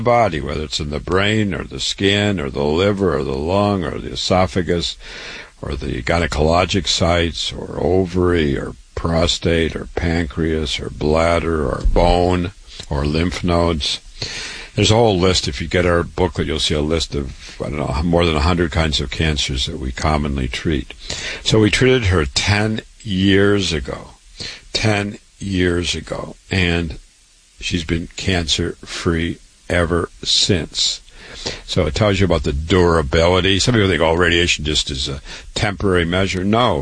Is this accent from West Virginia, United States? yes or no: no; Waterloo, Iowa, United States; I was born and raised in Waterloo, Iowa.